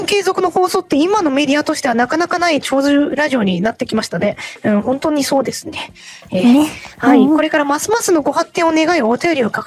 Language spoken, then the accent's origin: Japanese; Kyushu, Japan; 私は、九州生まれ、九州育ちなんですけども、